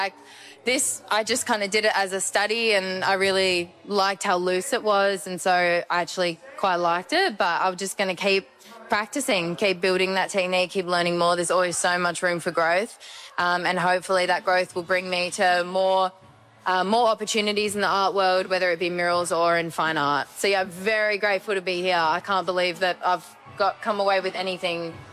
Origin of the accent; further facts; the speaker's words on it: Perth, Western Australia, Australia; moved away; I'm from Perth. Yeah, we've been travelling full-time for the last 4 or 5 years.